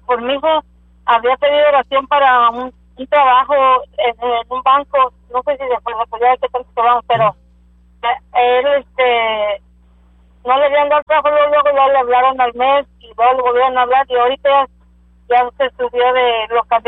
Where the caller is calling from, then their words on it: Alton, Texas, United States; de acá de Alton, Texas.